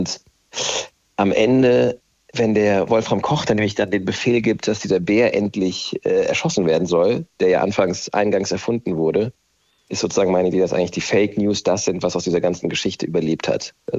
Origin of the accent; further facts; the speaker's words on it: Hesse, Germany; ich komme ja aus der Gegend und bin da aufgewachsen. Ich war natürlich als Kind oft im Hessenpark